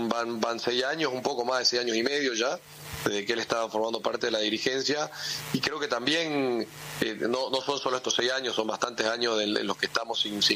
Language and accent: Spanish; Salta, Argentina; Yo soy de Salta, imagínate.